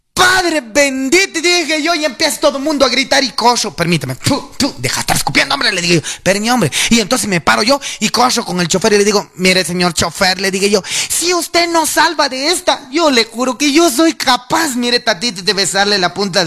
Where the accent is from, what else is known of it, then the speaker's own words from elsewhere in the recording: Guatemala; Ese mi pueblo, mi Guatemala linda, déjenme contarles algo. Guatemala tiene muchas cosas representativas, hombre.